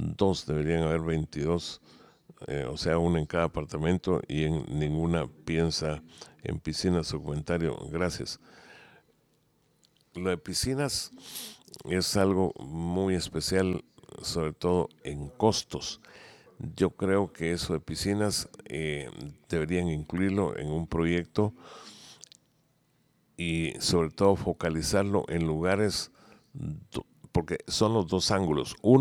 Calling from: Mixco, Guatemala Department, Guatemala; Buenos días … Zona 9, Mixco.

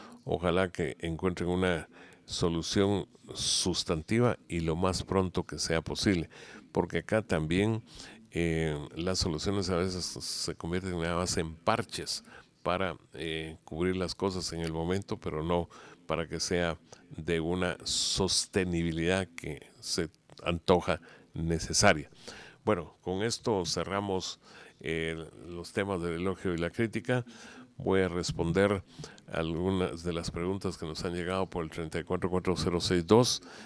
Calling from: Casillas, Santa Rosa, Guatemala; Buenos días … de Casillas, Santa Rosa.

